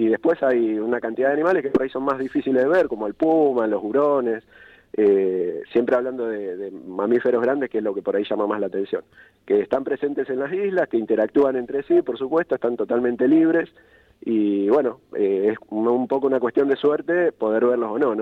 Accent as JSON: {"language": "Spanish", "region": "Santa Fe", "country": "Argentina", "moved": "as an adult"}